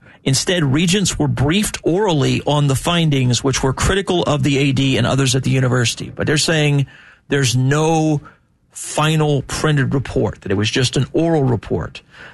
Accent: Tampa, Florida, United States; but I'm from Tampa. I know the level of attention USF football gets, which is very little.

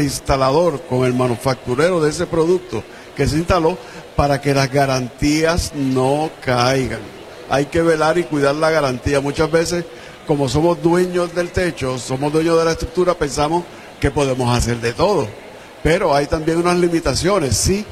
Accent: Puerto Rico; Un producto de calidad, y estamos fabricando aquí en Puerto Rico, somos puertorriqueños.

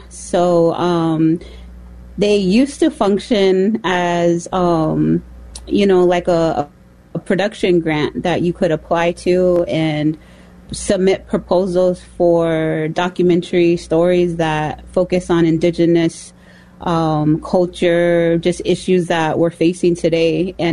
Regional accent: Los Angeles, California, United States; moved away as an adult; now in Minneapolis, United States; I consider myself like a transplant, urban native transplant. I grew up in the Los Angeles American Indian community. So moving out here almost 15 years ago

